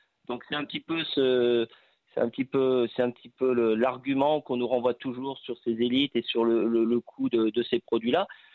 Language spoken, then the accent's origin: French; Auvergne-Rhône-Alpes, France; Je vous donne un exemple, chez nous en Ardèche, il y a beaucoup d'arboriculteurs dans la cerise